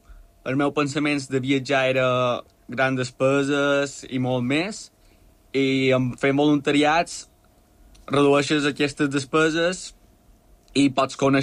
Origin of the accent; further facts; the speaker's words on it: Balearic Islands, Spain; com a bon mallorquí que no li agrada el fred